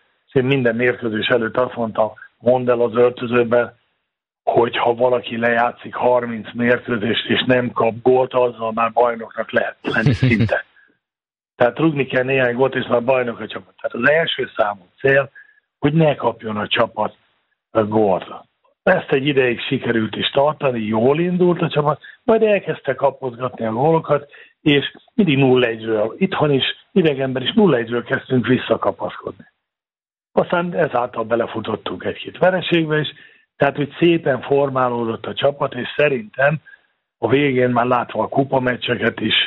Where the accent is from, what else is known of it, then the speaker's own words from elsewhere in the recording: Szabolcs-Szatmár-Bereg, Hungary; born there; én vidéki vagyok, Nyíregyháza mellett születtem